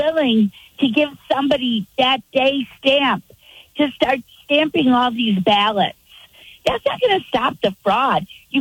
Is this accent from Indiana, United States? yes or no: no; Illinois, United States; I come from Illinois.